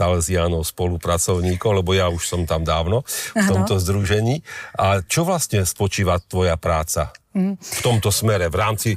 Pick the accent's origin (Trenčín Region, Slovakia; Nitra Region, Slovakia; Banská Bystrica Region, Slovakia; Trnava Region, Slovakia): Banská Bystrica Region, Slovakia; Zvolen; v mojom rodnom meste vo Zvolene